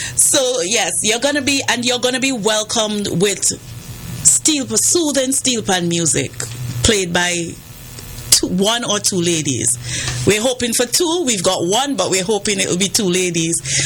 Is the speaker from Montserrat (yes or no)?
yes; Montserrat; now in Antigua; I'm from Montserrat